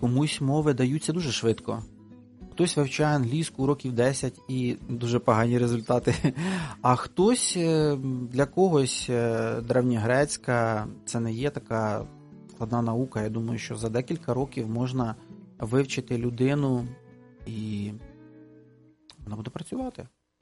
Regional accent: Bila Tserkva, Kyiv Oblast, Ukraine; Білі церкви. Я з Білої церкви.

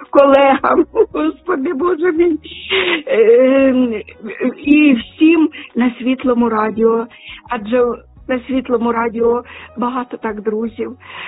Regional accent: Sumy, Sumy Oblast, Ukraine; moved away; в моє рідне місто Суми

